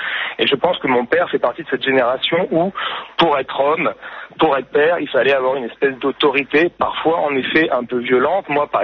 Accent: Nice, Provence-Alpes-Côte d'Azur, France; Le vrai niçois, c'est moi. Moi, je suis né à Nice.

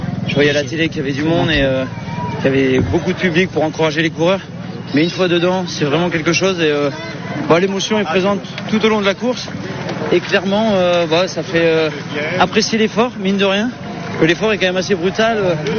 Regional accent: Merlimont, Hauts-de-France, France; moved away; Je suis originaire de Merlimont, donc pas très loin.

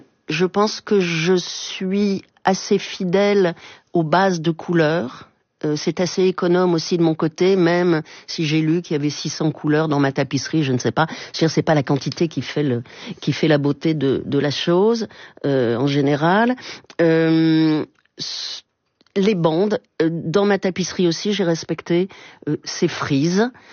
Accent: France; en tant que Française

